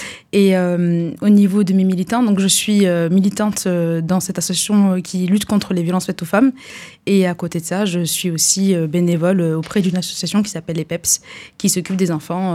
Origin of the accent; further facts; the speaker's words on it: Valence, Auvergne-Rhône-Alpes, France; donc j'ai 29 ans. Je suis née sur Valence et j'y vis actuellement. J'ai grandi dans notre belle commune de Valentinoise.